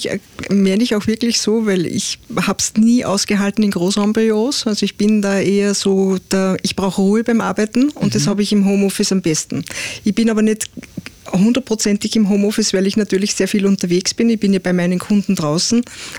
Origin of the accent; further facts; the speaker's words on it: Upper Austria, Austria; born there; Am Irrsee. Das ist der kleine Bruder vom Mondsee.